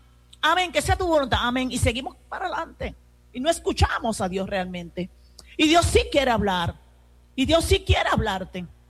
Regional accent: Puerto Rico

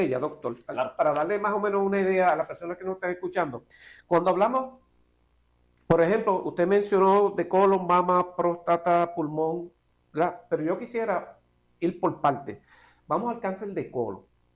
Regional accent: Puerto Rico; como boricua al fin

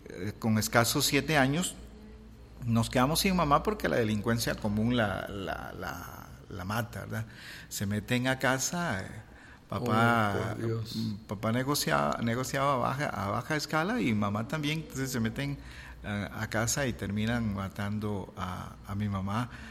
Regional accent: Nicaragua; yo soy de origen nicaragüense, ¿verdad? Nacido hace 6 décadas atrás

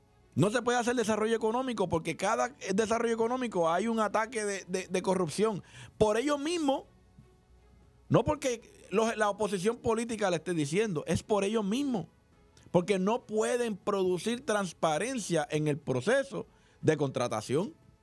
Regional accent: Puerto Rico

